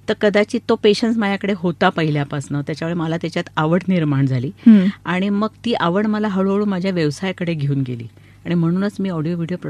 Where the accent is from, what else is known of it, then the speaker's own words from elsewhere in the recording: Nashik, Maharashtra, India; मी मूळची नाशिकचीच आहे. … मी पंचवटीला बिलॉंग करते आणि छान ब्राह्मण कुटुंबातली, मध्यमवर्य कुटुंबातून आलेली आहे